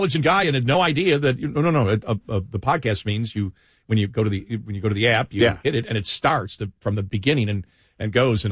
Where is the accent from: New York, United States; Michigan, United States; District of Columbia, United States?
New York, United States; Buffalo; I'm from Buffalo, so I never trust any of my teams.